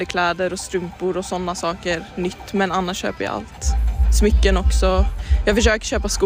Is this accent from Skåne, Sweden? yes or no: no; Kalmar, Kalmar County, Sweden; och jag är från Kalmar.